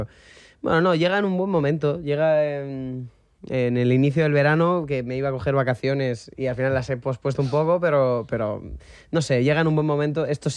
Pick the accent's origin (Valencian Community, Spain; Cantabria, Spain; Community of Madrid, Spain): Valencian Community, Spain; sobre el papel soy valenciano, pero un valenciano es aquel de Valencia, ¿vale?